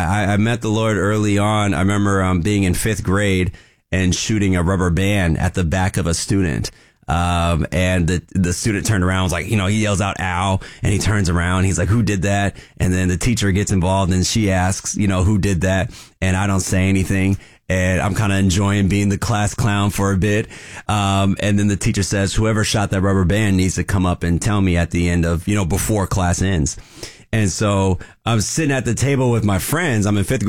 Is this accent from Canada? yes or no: no; Vancouver, Washington, United States; I grew up in Vancouver, Washington.